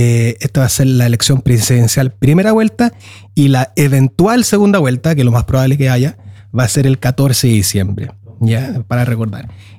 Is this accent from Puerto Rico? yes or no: no; Chile; moved away; nuestras autoridades chilenas